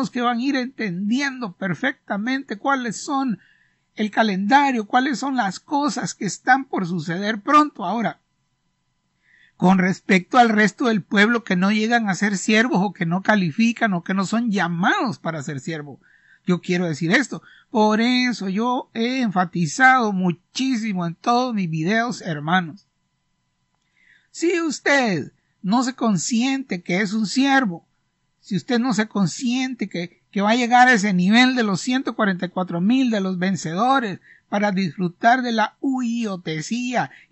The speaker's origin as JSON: {"language": "Spanish", "country": "Honduras", "said": "Así que siervo aquí, como dicen en algunas partes, yo soy de Honduras, que dice esa expresión de siervo en la Biblia no es comida de trompudo, hermano."}